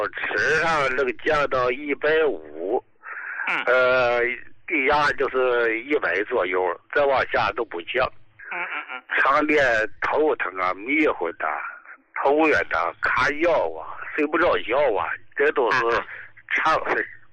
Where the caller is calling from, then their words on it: Dalian, Liaoning, China; 我是大连的哈，